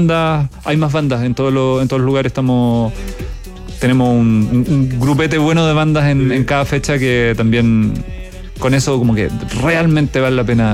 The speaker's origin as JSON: {"language": "Spanish", "town": "Santiago", "region": "Santiago Metropolitan Region", "country": "Chile", "said": "No, de acá de Santiago."}